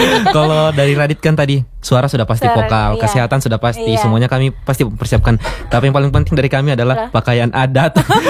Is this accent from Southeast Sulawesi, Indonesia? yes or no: yes; East Kolaka, Southeast Sulawesi, Indonesia; Iya, tentu saja kan saya dari Kolaka Timur. Jadi saya pakai adat Tolaki Mekongga.